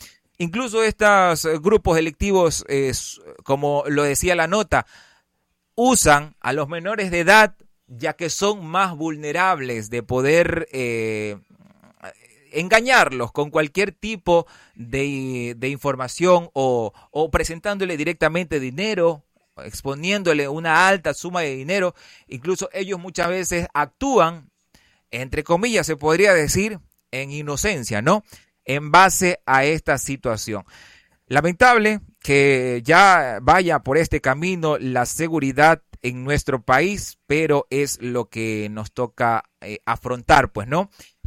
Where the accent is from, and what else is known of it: Ecuador